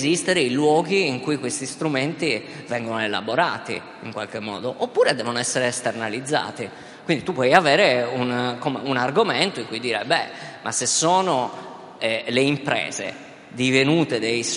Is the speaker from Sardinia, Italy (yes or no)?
yes; Sardinia, Italy; siccome sono sardo, quando venivo nella penisola magari venivo valutato attraverso stereotipi